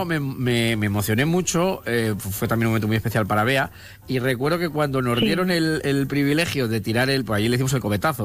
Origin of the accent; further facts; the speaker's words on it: Ciudad Real, Castilla-La Mancha, Spain; born there; also born or lived in Toledo; A ver, Fernán, realmente yo soy nacido en Ciudad Real, quiero decir, claro. Yo soy culipardo, sí. Luego toledano de adopción, porque he sido muchos años en Toledo